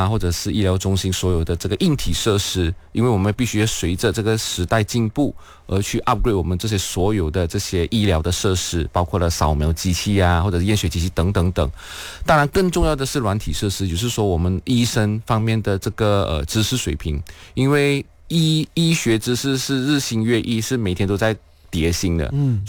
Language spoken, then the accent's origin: Chinese; Malaysia; 我们东南亚人或者是马来西亚人有美食很多，